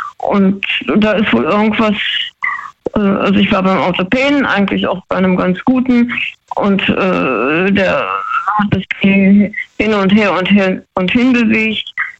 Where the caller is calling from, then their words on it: Freiburg, Baden-Württemberg, Germany; Freiburg, kurz gesagt.